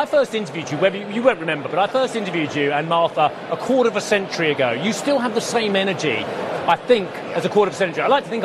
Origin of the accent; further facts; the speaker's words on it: London, United Kingdom; I'm a soft southerner. I'm a Londoner.